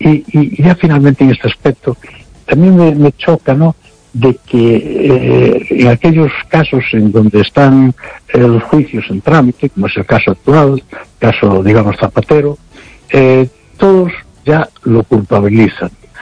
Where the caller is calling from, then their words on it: Noia, Galicia, Spain; Hola, buenas noches